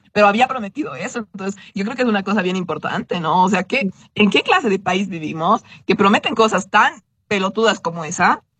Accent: Bolivia

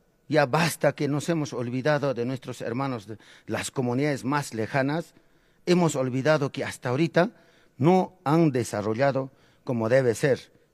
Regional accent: Challhuahuacho, Apurímac, Peru; Soy natural de Chalhuahuacho, soy comunero calificado de la comunidad más grande de Chalhuahuacho, comunidad campesina de Carmen Alto.

